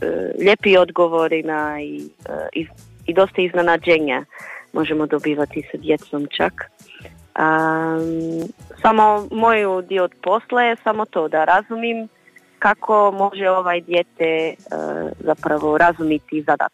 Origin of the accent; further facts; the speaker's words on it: Portugal; Croatian is a second language; moved away as an adult; now in Pula, Croatia; ja sam inače iz Portugalu.